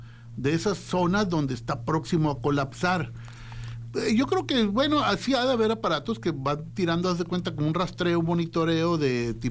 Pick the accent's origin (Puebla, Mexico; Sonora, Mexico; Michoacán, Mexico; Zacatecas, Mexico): Sonora, Mexico; Navojoa; moved away; mi tierra, a Navojoa